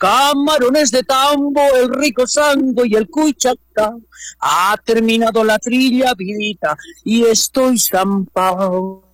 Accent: Arequipa, Peru

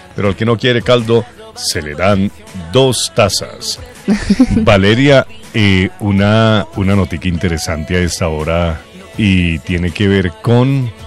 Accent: Colombia; Entonces ya los colombianos nos creemos campeones del mundo, como los argentinos

